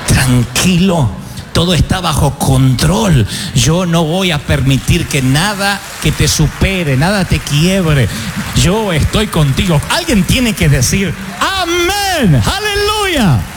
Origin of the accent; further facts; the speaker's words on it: Argentina; Porque somos argentinos.